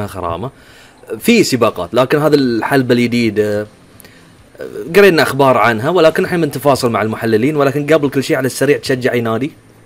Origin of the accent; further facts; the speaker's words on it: Bahrain; وقاعد يعد حق بطوله عوده عندنا في البحرين